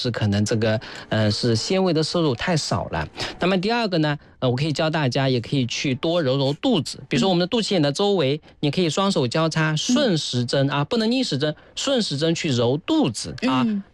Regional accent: China

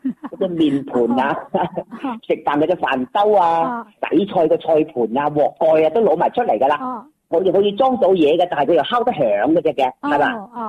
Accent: Yangchun, Guangdong, China; 我家乡系阳江阳春人。

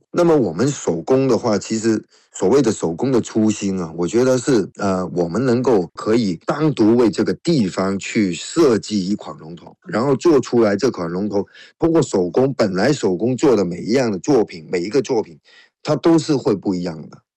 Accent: Guangdong, China; 有很多中原的老百姓因为战乱，可能疾病、瘟疫等等的原因，慢慢逃难到了我们广东这边。

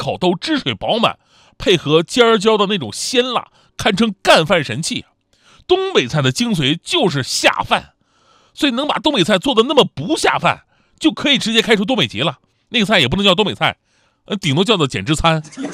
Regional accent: Jilin, China; moved away as an adult; 我是东北的，他们问我东北哪儿啊，我说是吉林省。

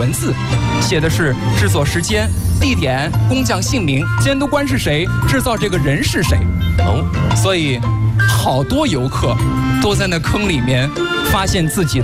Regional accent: Shaanxi, China; accent: Shaanxi dialect; 那您知道我们陕西方言当中最霸气的是哪个字吗？

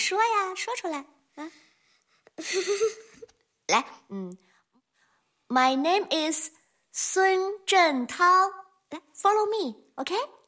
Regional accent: Shandong, China; 来自山东，我是大家的英语老师

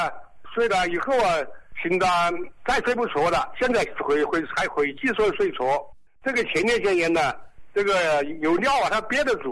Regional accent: Xiantao, Hubei, China; 我是仙桃市啊，三虎潭镇的。

